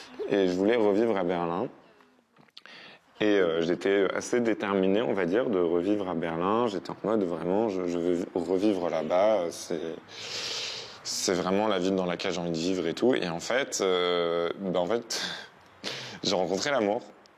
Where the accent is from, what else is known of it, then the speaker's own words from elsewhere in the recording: France; Je suis français.